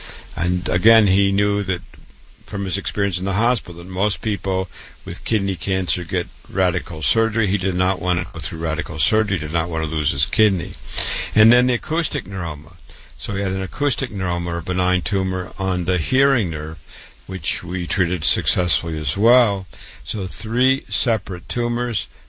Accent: Waterloo, Iowa, United States; born or raised there

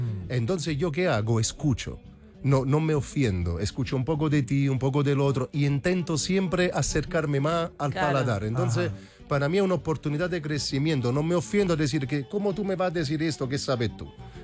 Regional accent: Italy; Spanish is a second language; now in Chile

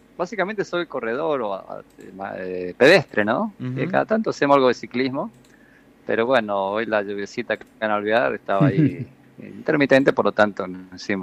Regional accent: Alvear, Argentina; Tanto mi señora y yo somos integrantes, ambos somos ciegos. Nosotros somos de Alvear.

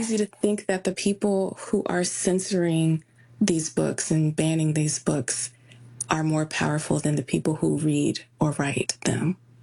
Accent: Michigan, United States; so it was very valuable for me as a writer to be recognized by my home state and to be able to reconnect with some family and friends in Michigan

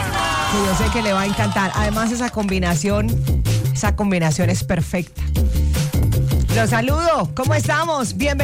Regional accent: Colombia; born there; La de aquí es porque somos orgullo colombiano. Es porque estamos orgullosos de haber nacido en esta tierra maravillosa, hermosa.

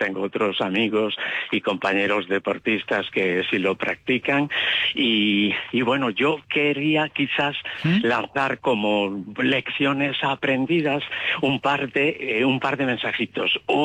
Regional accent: Pontevedra, Galicia, Spain; now in Madrid, Spain; No, soy de Pontevedra, pero vivo aquí en Madrid.

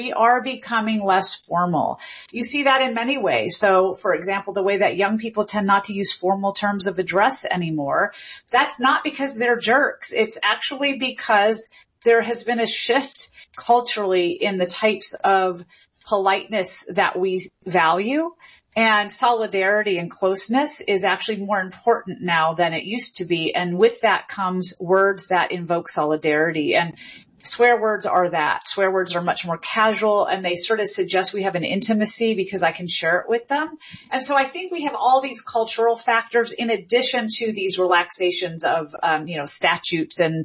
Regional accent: the South, United States; growing up in the South

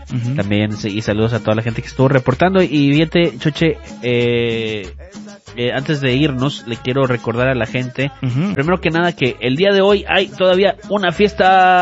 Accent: Monterrey, Nuevo León, Mexico; moved away; Soy de Monterrey

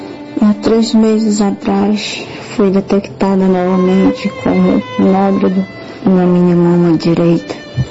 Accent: Belém, Pará, Brazil; sou de Belém do Pará, moro em Mineiro.

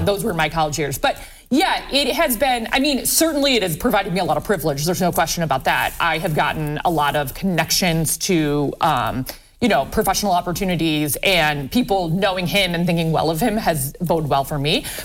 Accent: Sylvania, Ohio, United States; now in Toledo, United States; I was born in Toledo. We quickly moved to Sylvania. I was raised in Sylvania, yep. And I went to college at Bowling Green State University, and then I have never left. I am born and raised and live in Toledo, yeah.

